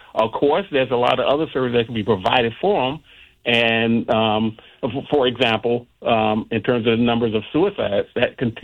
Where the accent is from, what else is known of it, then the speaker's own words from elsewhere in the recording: Chicago, Illinois, United States; also born or lived in Hyde Park, Chicago; hey, I'm from Inglewood, even though I didn't go to high school in that area. My family moved a little east when I went to Hyde Park, the greatest high school in Chicago and really the nation.